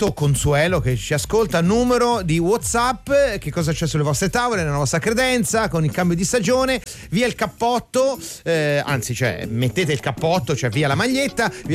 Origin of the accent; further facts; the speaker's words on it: Pistoia, Tuscany, Italy; io sono di Pistoia, lì c'è la montagna pistoiese